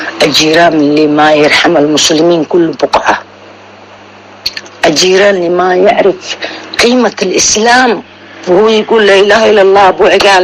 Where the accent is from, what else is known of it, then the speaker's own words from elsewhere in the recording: Yemen; احنا أحرار يمنيين أحرار